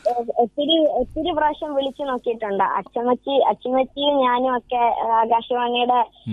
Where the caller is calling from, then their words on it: Thrikkodithanam, Kerala, India; ഞാൻ തൃക്കോടിത്താനം VBUP സ്കൂളിലാണ്.